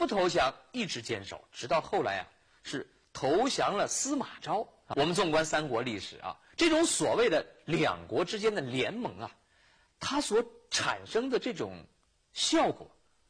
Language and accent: Chinese; Inner Mongolia, China; born there; 我呢正好是出生在河套这个地方